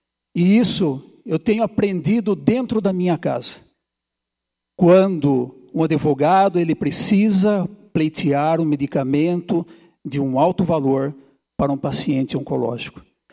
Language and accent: Portuguese; Sorocaba, São Paulo, Brazil; now in Araras, Brazil; eu sou de Sorocaba, vim para cá, para Araras, em 1993.